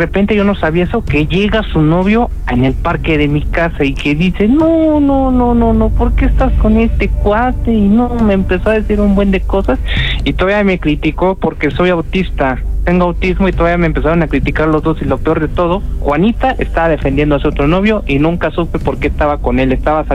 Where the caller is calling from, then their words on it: Mexico City, Mexico; Desde aquí, desde la colonia Portales.